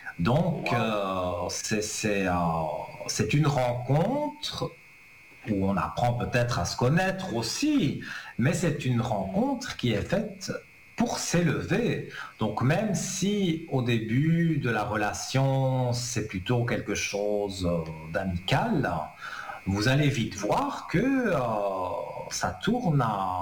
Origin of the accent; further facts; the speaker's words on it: Italy; Ah oui, moi je suis pur italien aussi.